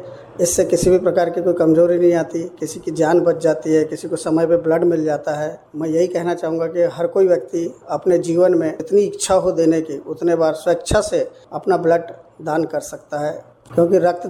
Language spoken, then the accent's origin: Hindi; Balaghat, Madhya Pradesh, India; मैं बालाघाट का ही रहने वाला हूँ।